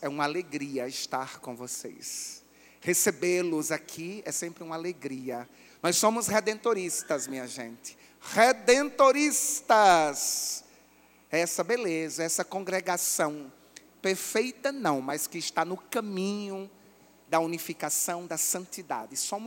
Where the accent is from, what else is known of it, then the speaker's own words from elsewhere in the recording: Northeast Region, Brazil; Eu e o padre Marcelo somos daqui mesmo, né? Somos nordestinos.